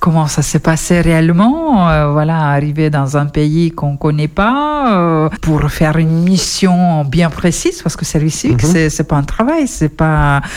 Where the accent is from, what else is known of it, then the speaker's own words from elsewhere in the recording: Lithuania; now in France; dans ce pays-là, qui est mon pays d'origine